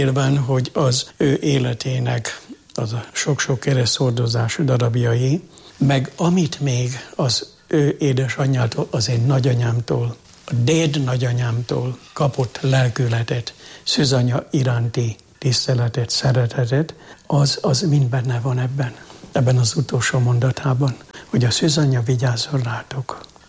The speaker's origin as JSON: {"language": "Hungarian", "town": "Jászárokszállás", "region": "Jász-Nagykun-Szolnok", "country": "Hungary", "tie": "born or raised there", "moved": "yes", "said": "én tanyán nőttem föl. 18 éves koromig a jászság, jászárok szállás tanya világa."}